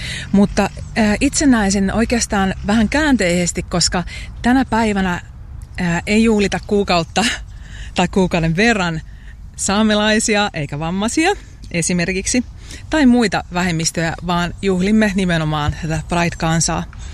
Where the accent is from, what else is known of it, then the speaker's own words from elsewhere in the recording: Akaa, Pirkanmaa, Finland; meillä Akaassa